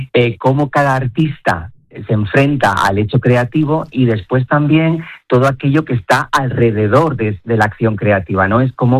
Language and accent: Spanish; Asturias, Spain; como asturiano carballón que soy